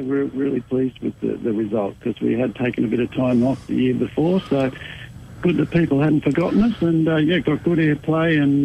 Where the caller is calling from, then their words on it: New South Wales, Australia; I'm actually calling in from the Hunter Valley this morning.